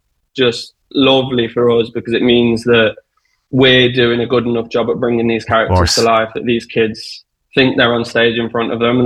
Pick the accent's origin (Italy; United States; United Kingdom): United Kingdom; Derby, East Midlands; I'm from the Midlands, sort of around Derby area.